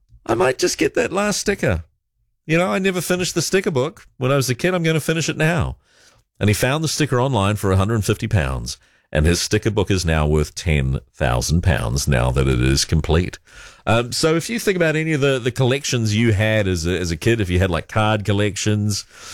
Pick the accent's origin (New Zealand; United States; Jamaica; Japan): New Zealand; also born or lived in Malaysia; when we moved back to New Zealand, having lived in Malaysia, where I really, even though I was born in New Zealand, where I didn't feel especially New Zealand-like